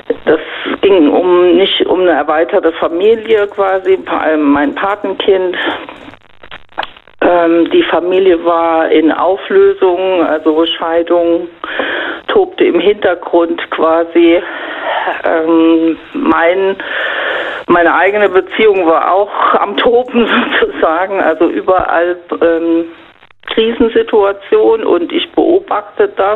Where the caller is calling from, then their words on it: Rhineland-Palatinate, Germany; Ja, ja, RPR Einzugsgebiet Rheinland-Pfalz.